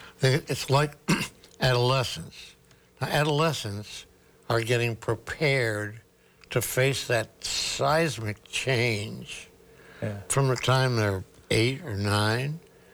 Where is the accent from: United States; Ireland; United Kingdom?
Ireland; being Irish